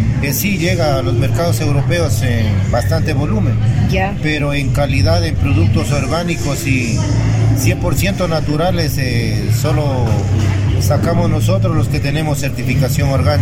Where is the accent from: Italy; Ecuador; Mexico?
Ecuador; Gonzanamá, Loja; vengo del Cantón Gonzanamá, de la parroquia Rambacona.